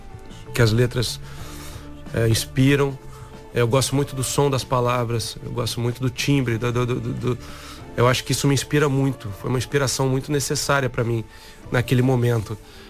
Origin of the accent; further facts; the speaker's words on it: Belo Horizonte, Minas Gerais, Brazil; now in Rio de Janeiro, Brazil; eu nasci no Rio de Janeiro e cresci em Belo Horizonte.